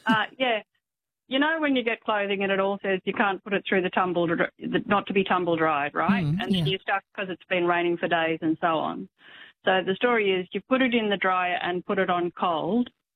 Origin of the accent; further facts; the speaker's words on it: Queensland, Australia; My home state. I think it's in Queensland.